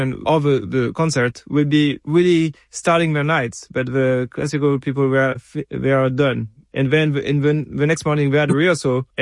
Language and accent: English; Paris, Île-de-France, France; now in United States; I grew up in Paris, listening to your music, to your records, at early on when I was studying at the conservatory